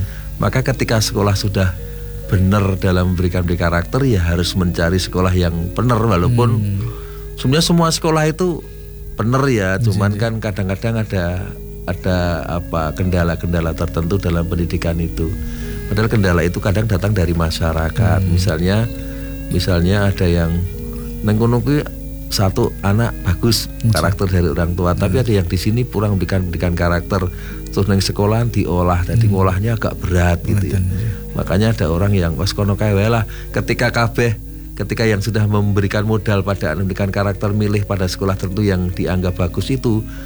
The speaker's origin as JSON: {"language": "Indonesian", "region": "Special Region of Yogyakarta", "country": "Indonesia", "said": "Apalagi kita diuntungkan sebagai orang Jogja, maka mari budaya kejogjaannya kita laksanakan, Jawanya kita laksanakan"}